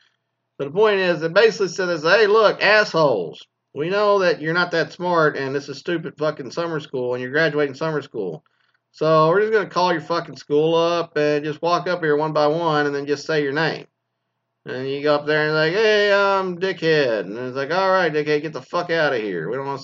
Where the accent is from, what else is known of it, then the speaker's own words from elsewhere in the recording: Mesquite, Texas, United States; I was from Mesquite High School.